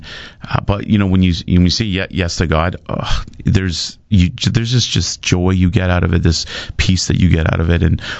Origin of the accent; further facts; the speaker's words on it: Winnipeg, Manitoba, Canada; although I come from Winnipeg, the reason this is an easy trip